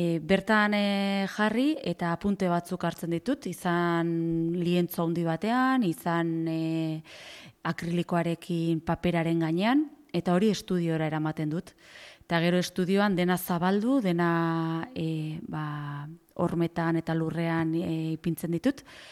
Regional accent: Irun, Basque Country, Spain; now in Oiartzun, Spain; ni artista margolari irundarra naiz, egun Oiartzunen bizi naiz, baserri batean

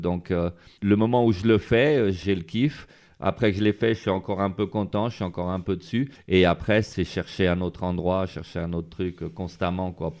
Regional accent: Bayonne, Nouvelle-Aquitaine, France; born there; Je suis né ici, quoi. Je suis né à Bayonne, mais je suis d'origine sicilienne. Bon, je parle pas italien ou quoi que ce soit, mais je suis connecté ici, quoi. Je connais pas mal de basque et tout ça

